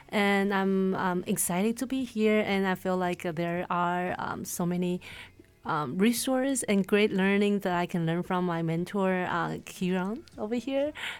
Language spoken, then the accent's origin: English; Taiwan; English is a second language; moved away as an adult; also born or lived in United States; now in Canada; I was originally from Taiwan, and I had an experience of living in the States where I was there for sophomore year and undergrads.